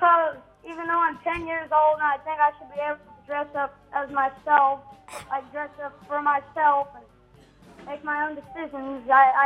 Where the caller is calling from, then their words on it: Virginia, United States; I'm calling from Virginia.